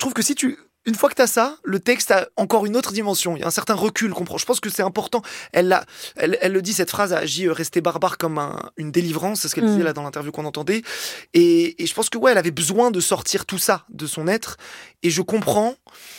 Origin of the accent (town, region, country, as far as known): Algeria